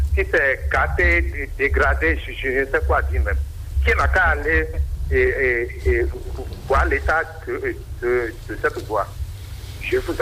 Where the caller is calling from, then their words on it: Abomey-Calavi, Atlantique, Benin; Je vous appelle depuis Calavi à Conville.